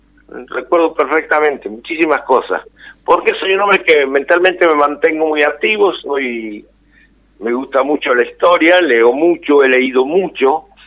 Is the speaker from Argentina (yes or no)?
yes; Dolores, Buenos Aires Province, Argentina; yo soy oriundo de Salmón, del paraje ahí de Dolores.